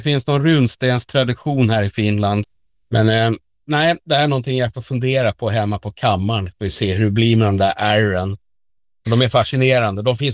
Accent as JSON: {"language": "Swedish", "region": "Skåne", "country": "Sweden", "accent": "Scanian", "said": "Jag pratar rätt bra skånska egentligen. För det gjorde min far och sen min farmor och farfar pratade väldigt traditionell skånska när de levde."}